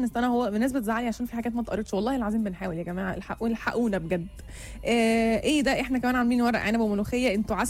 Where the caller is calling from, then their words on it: Netherlands; من هولندا وعلى فكره انا هنا ما عنديش حواوشي